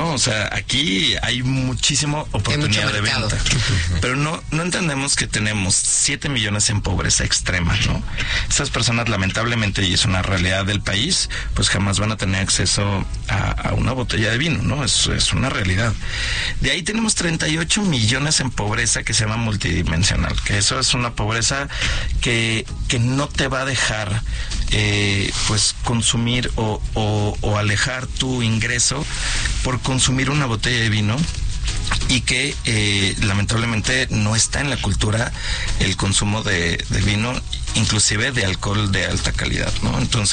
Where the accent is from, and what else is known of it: Mexico